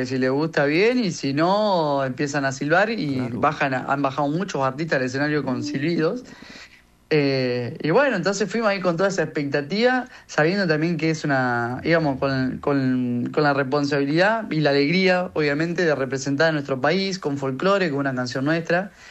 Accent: San Pedro, Buenos Aires Province, Argentina; Ahora estoy en mi ciudad, en San Pedro.

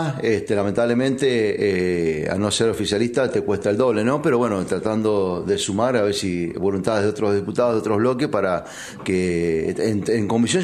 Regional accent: Puerto Madryn, Chubut, Argentina; Estoy en Madryn, soy de Madryn

